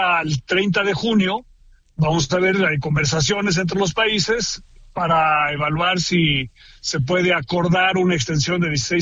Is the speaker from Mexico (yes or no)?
yes; Mexico